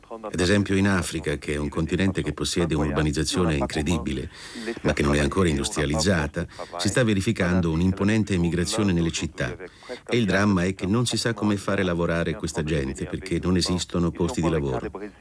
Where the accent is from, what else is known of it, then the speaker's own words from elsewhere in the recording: Brazil; Poter dedicarmi ai contadini del Brasile, al mio paese, tutto questo mi interessa particolarmente